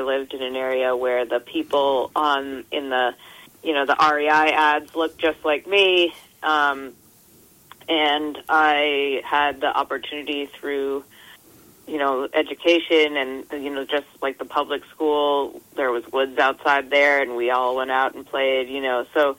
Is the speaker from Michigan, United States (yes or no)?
no; Massachusetts, United States; as a white woman growing up in Massachusetts, I always felt, you know, growing up specifically in, you know, rural or sort of a wooded area